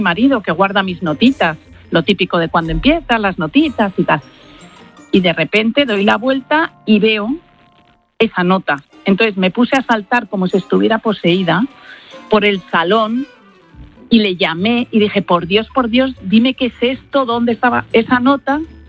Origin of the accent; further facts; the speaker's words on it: Pozuelo, Community of Madrid, Spain; mi futuro marido y yo, los dos somos de Pozuelo, pero no nos conocíamos para nada.